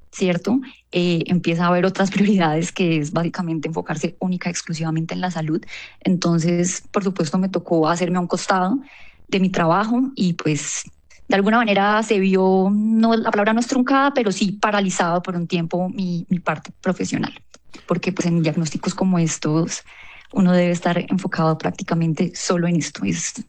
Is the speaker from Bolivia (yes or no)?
no; Cúcuta, Norte de Santander, Colombia; now in Bogotá, Colombia